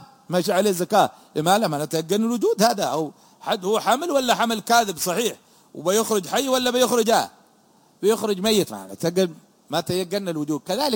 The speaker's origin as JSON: {"language": "Arabic", "country": "Yemen", "said": "عندنا في اليمن"}